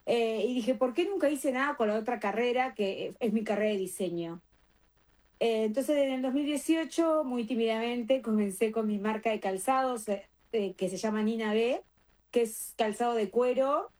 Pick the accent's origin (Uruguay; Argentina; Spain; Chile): Uruguay; Cardona, Soriano; moved away as an adult; now in Playa Fomento, Uruguay; nací en Cardona, bueno, y me fui a vivir a Colonia La Rañada. O sea, viví en Colonia La Rañada toda la vida. Fui a la escuela y al liceo público ahí en Cardona. Y hoy en día vivo en Playa Fomento, que es cerca de Nueva Helvecia, para los que nos conocen, que es aquí en el departamento de Colonia.